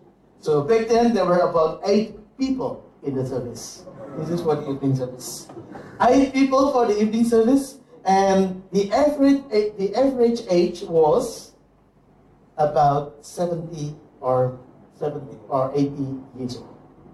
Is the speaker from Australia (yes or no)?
yes; Sydney, New South Wales, Australia; moved away; I was originally from Sydney. I did my study, theological studies in Sydney.